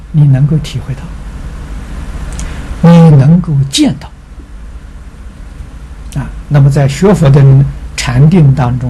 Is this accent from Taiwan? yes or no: no; China